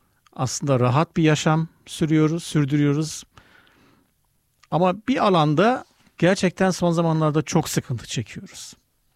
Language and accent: Turkish; Germany; Bilemiyorum yani ben burada büyüdüm, burada yetiştim.